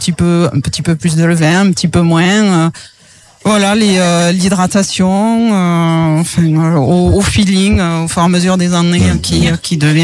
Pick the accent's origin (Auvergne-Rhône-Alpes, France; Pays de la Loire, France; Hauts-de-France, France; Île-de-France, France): Auvergne-Rhône-Alpes, France; Lorette